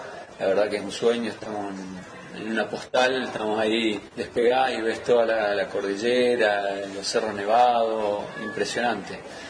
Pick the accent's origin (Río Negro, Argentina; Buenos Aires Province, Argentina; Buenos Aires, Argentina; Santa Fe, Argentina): Santa Fe, Argentina; Zenón Pereyra; soy del interior de Santa Fe, de Zenón Pérez, un pueblo.